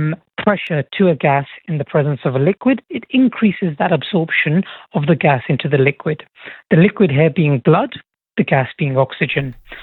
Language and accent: English; England, United Kingdom; moved away; I'm from England